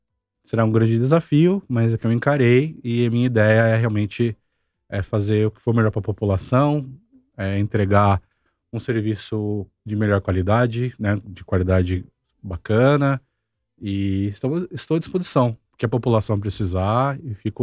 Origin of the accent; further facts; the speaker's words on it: São Paulo, Brazil; moved away as an adult; now in Nova Prata, Brazil; eu sou de São Paulo